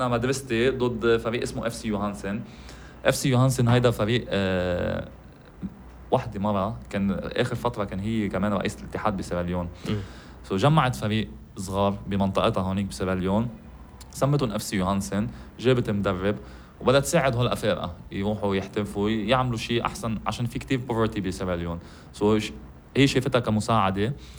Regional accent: Lebanon; نحن لحالنا لبنانيه بيض

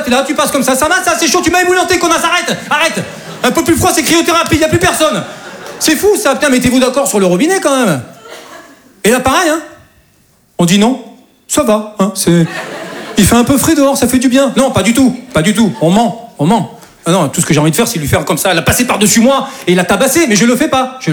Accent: south of France, France; now in Paris, France; moi, je viens du sud de la France. Et chez nous, c'est un peu plus tranquille, quoi. Et non, et voilà, je suis monté sur Paris

